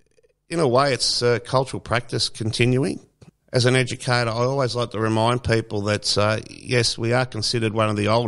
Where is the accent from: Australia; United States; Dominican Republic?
Australia